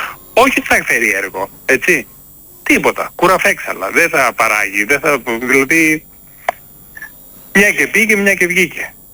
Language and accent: Greek; Greece; now in Germany; εγώ τους Έλληνες και τέτοιο, και το λαό μου, δηλαδή την πατρίδα μου